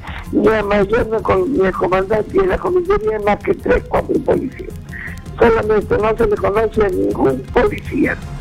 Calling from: Pisco, Ica, Peru; la ciudad de mi tierra querida de Pisco Marcial

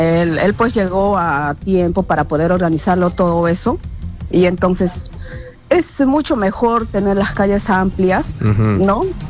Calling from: Quimbiri, Cusco, Peru; Somos la gente del Brian, de la selva de Quimbiri.

